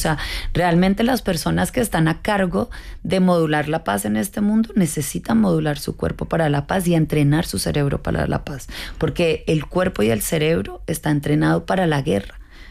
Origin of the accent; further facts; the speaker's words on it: Colombia; yo vengo de Colombia, que es un país con mucho conflicto